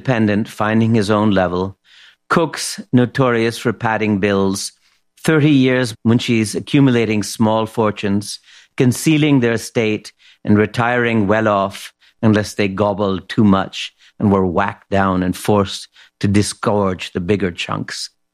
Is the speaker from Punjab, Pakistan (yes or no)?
yes; Lahore, Punjab, Pakistan; born or raised there